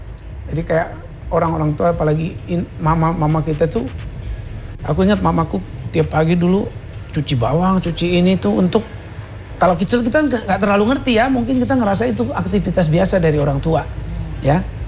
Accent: Sumatra, Indonesia; karena aku memang gede di Sumatera itu, memang rohnya, roh Bataknya kuat banget.

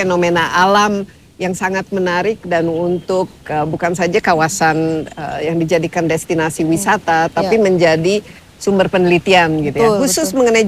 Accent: Bandung, West Java, Indonesia; moved away; Tapi saya tuh orang Bandung loh aslinya.

